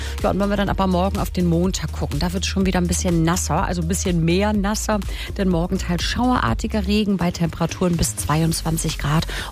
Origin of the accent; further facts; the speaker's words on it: Schleswig-Holstein, Germany; Man versteht dann Kölsch als Schleswig-Holsteiner ja kaum